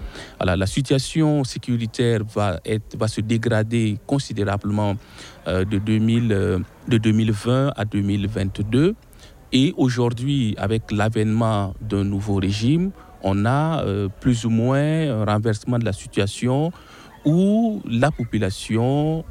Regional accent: Burkina Faso; Alors, moi, je suis du Burkina Faso

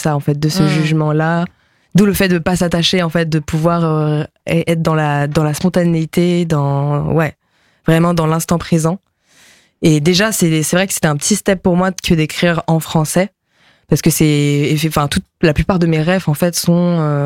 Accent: Nantes, Pays de la Loire, France; first language ja; French is a second language; also born or lived in Belgium; C'était vraiment ma langue maternelle, mais mes parents étaient en Belgique, ils ont bougé à Nantes, à côté de Nantes quand j'avais 4 ans. Donc oui, j'ai vraiment grandi.

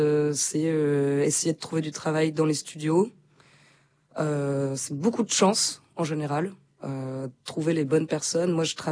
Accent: Belgium; je viens de Belgique.

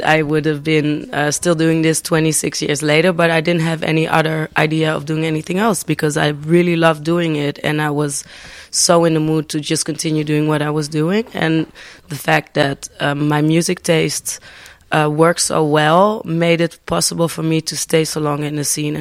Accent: Amsterdam, North Holland, Netherlands; I am from Amsterdam. I was born and raised in Amsterdam. My parents, they were Hungarian and Lebanese, and I have family in Spain as well and all over the world. But so therefore, I do know some French as well.

